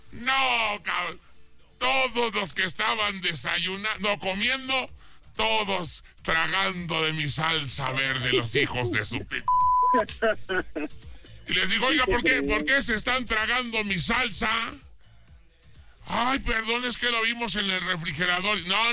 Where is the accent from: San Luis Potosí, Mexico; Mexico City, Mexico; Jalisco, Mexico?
Jalisco, Mexico; de mi tierra jalisciense